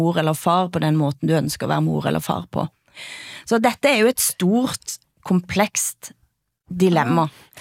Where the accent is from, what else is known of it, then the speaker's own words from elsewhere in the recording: Norway; Det är där jag växte upp, så jag ska säga det nu.